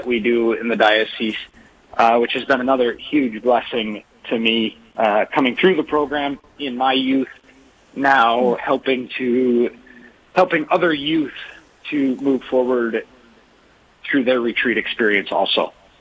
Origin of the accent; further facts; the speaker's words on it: Dickinson, North Dakota, United States; As you said … I grew up in Dickinson, Trinity School, all my life.